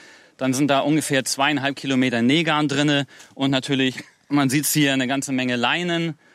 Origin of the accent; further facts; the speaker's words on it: Baltic coast, Germany; Naja, wir sind alle hier an der Küste groß geworden.